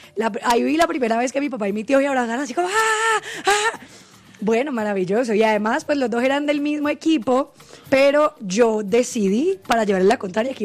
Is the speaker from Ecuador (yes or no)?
no; Cali, Valle del Cauca, Colombia; Bueno, nos vamos para Cali porque yo soy caleña.